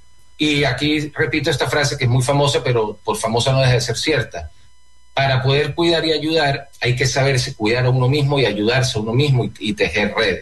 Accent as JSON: {"language": "Spanish", "country": "Venezuela", "said": "que como venezolanos tenemos por la falta de institucionalidad en la que hemos vivido"}